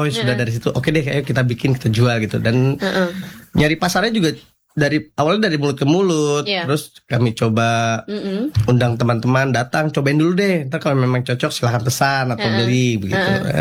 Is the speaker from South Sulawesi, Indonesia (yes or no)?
no; Jakarta, Indonesia; now in Kupang, Indonesia; Kebetulan saya asli dari Jakarta